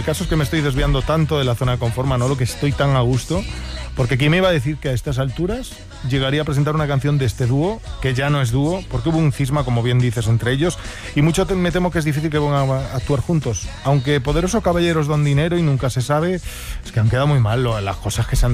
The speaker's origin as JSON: {"language": "Spanish", "region": "Galicia", "country": "Spain", "said": "yo soy muy gallego."}